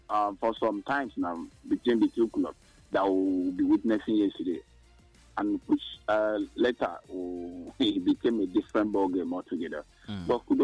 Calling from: Kwabinimbo, Ghana; Energy. I'm calling from Kwabinimbo.

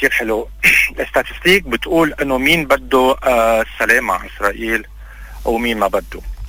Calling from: Lebanon

